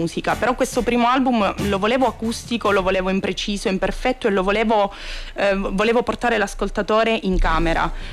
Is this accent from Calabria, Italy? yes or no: yes; Acri, Calabria, Italy; moved away as an adult; now in Perugia, Italy; Sono di Acri, sì.